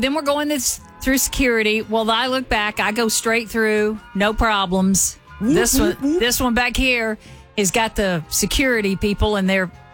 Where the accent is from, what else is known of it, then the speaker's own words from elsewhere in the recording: the South, United States; accent: southern; just in my normal southern accent.